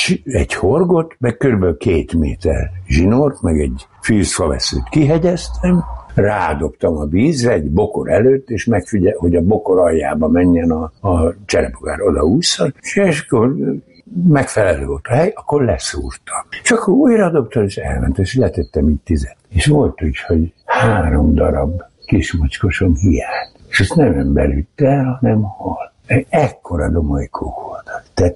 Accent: Tatabánya, Komárom-Esztergom, Hungary; born there; Igen, ott születtem, de valójában nem tatabányaiak vagyunk

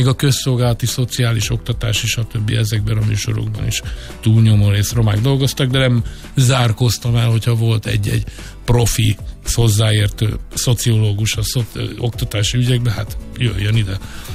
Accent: Hungary; amit most így magyarként

